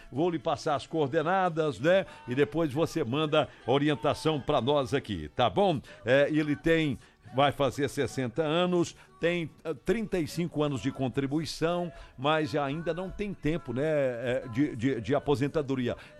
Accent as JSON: {"language": "Portuguese", "town": "Capelinha do Chumbo", "region": "Minas Gerais", "country": "Brazil", "tie": "born or raised there", "said": "alô, Capelinha do Chumbo, a minha terra natal, Major Porto, município de Patos de Minas, um abraço."}